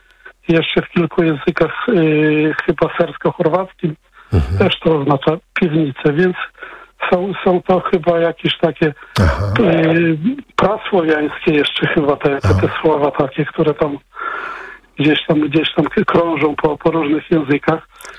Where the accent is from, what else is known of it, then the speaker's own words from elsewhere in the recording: Podlaskie Voivodeship, Poland; now in Białystok, Poland; u nas na Podlasiu jest tak, że prawie w każdej wsi trochę inaczej się mówi, bo tam w okolicach Hajnówki to bardziej słowa ukraińskie, a tutaj powiedzmy w okolicach Białegostoku, Sokółki, no to bardziej słowa może z białoruskiego.